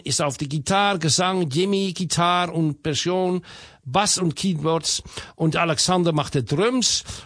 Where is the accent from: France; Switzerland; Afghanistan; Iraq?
Switzerland; Und ich komme aus Neustelfort, Switzerland, das Kanton da.